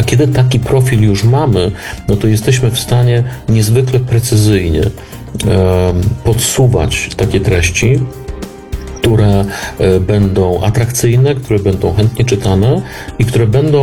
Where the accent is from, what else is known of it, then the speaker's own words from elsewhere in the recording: southern Poland, Poland; ja się wychowywałem na południu Polski